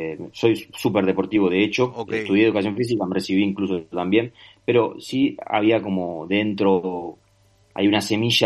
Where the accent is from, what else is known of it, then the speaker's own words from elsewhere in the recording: Rosario, Santa Fe, Argentina; Yo soy de Rosario, Santa Fe, criado